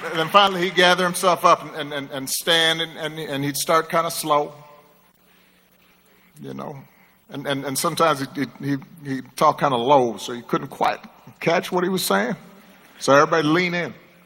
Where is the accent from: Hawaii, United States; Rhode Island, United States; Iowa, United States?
Hawaii, United States; moved away as an adult; because I grew up in Hawaii.